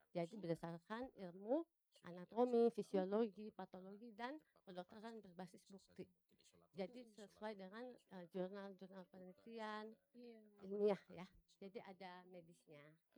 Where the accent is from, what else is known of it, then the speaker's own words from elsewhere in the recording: Kupang, East Nusa Tenggara, Indonesia; Dan kembali ke Kupang ya, saya anak daerah asli Kupang.